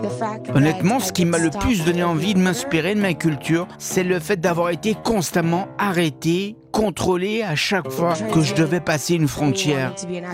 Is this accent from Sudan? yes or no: yes; Sudan; moved away; de ce qui se passe actuellement au Soudan, dans mon pays d'origine.